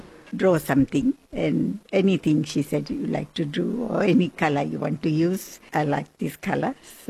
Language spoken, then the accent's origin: English; Lautoka, Western Division, Fiji; born there; moved away; born in La Tolka.